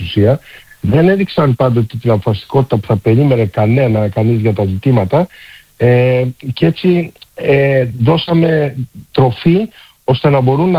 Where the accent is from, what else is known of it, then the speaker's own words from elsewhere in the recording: Australia; Εγώ από τη δική μου πλευρά και ως Ελληνοαυστραλός θα ήθελα, επειδή η ελληνική κοινότητα έχει προσφέρει επί δεκαετίες στην κοινωνία